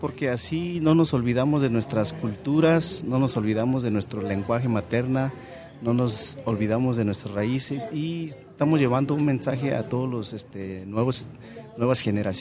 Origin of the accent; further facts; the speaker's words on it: Oaxaca, Mexico; first language Mixtec; Spanish is a second language; moved away; nuestra cultura de allá de Oaxaca